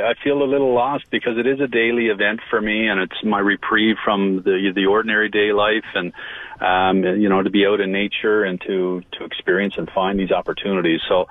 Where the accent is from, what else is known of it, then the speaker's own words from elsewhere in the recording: Newfoundland and Labrador, Canada; especially as a Newfoundlander and Labradorian and being exposed to the coast so much